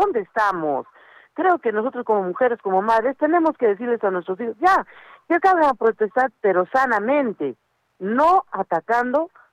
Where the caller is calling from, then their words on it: Arequipa, Peru; me siento orgulloso de ser arequipeña. Claro. Mi querida tierra